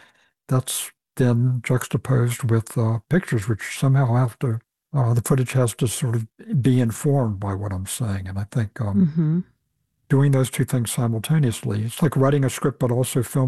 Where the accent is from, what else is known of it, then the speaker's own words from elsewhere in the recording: the South, United States; because I grew up in the South and it's a land where people tell stories